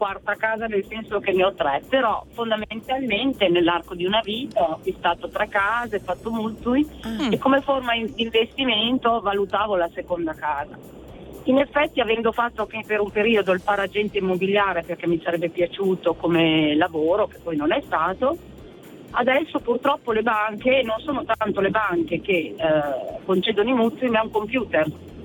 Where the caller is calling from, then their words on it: Parma, Emilia-Romagna, Italy; sono di Parma, della provincia di Parma